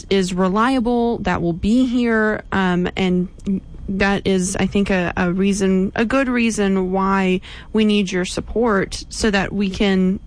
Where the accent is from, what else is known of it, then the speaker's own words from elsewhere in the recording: Houghton, United States; Houghton as a contribution because that's my hometown.